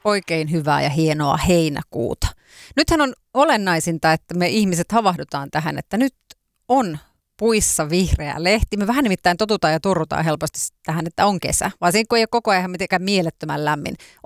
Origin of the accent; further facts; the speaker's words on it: Kaskinen, Ostrobothnia, Finland; Mä oon kotoisin Kaskisista merenrannalta